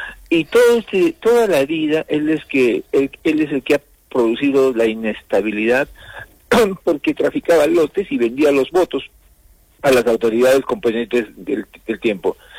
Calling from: Arequipa, Peru; nosotros como peruanos, arequipeños, sureños

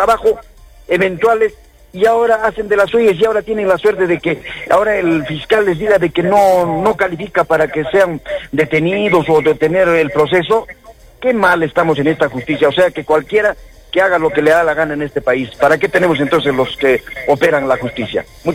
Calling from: Peru; como ciudadano y como integrante de la población Yaraví peruana, como peruano que soy

